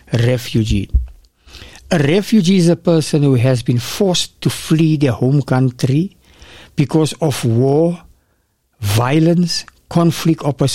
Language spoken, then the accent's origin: English; South Africa